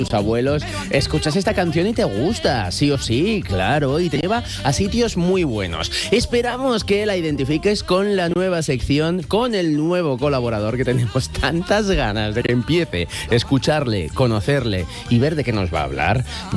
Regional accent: Vitoria, Basque Country, Spain; now in Madrid, Spain; Yo del País Vasco, de Vitoria, pero bueno, vivo aquí en Madrid hace muchos años.

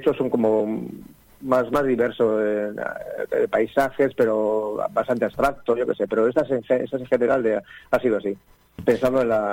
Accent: Amorebieta, Basque Country, Spain; also born or lived in Potes; now in Ampuero, Spain; soy de Amorebieta, un pueblo cerca de Bilbao, y nada, pues soy un poco ahora un poco nómada

